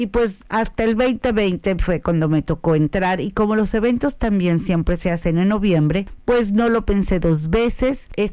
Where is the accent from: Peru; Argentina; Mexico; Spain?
Mexico; soy mexicana, es honrar.